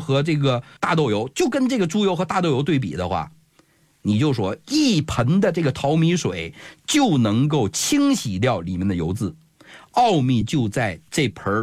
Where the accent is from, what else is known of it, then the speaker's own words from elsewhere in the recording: China; 咱们内地人